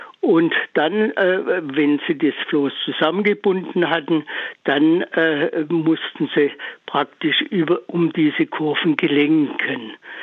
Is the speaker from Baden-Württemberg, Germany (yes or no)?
yes; Pforzheim, Baden-Württemberg, Germany; moved away as an adult; now in Altensteig, Germany; Und zwar bin ich aufgewachsen in Pforzheim. An der Enz habe ich da öfters gespielt